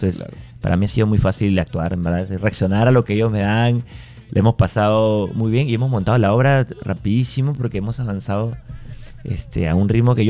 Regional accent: Lima, Peru; yo tengo un feeling especial porque yo soy de San Miguel.

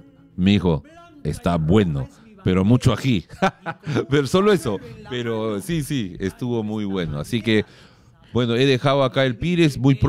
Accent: Peru

